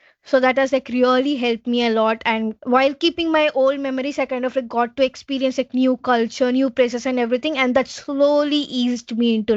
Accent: India; moved away as an adult; now in Hertfordshire, United Kingdom; in India, like especially in our culture

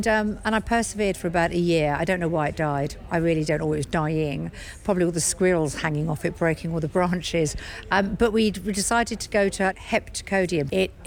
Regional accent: Kent, South East England, United Kingdom; I come from Kent

